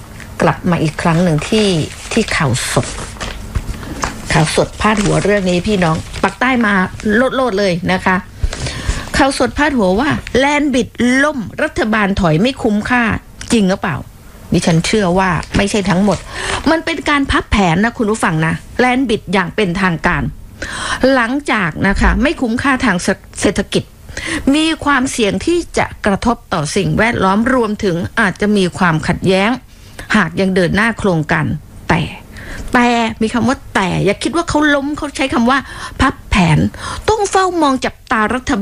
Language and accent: Thai; Southern Thailand, Thailand; เราเป็นคนใต้นี้นะ